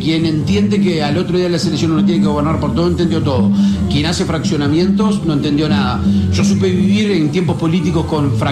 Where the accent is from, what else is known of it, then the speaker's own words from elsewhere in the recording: Río Branco, Cerro Largo, Uruguay; en realidad es mi pueblo, es mi, obviamente que es mi tierra, es donde hice mis primeros pasos.